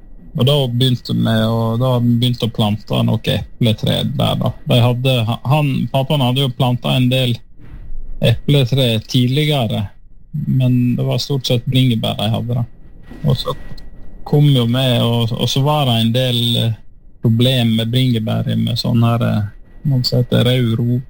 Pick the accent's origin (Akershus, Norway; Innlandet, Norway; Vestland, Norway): Vestland, Norway; Leikanger; moved away; also born or lived in Bergen; Ja, vi kom vel i 2014, tror jeg, cirka, fra Bergen, da. Kona mi, Toril, og jeg er fra Leikhagen.